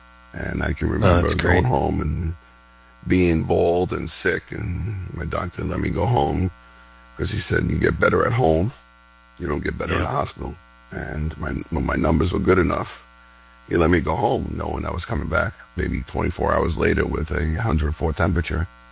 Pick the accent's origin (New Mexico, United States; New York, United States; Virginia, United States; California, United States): New York, United States; New York City; between my personal family and, you know, growing up in New York City and my three brothers, New York City firemen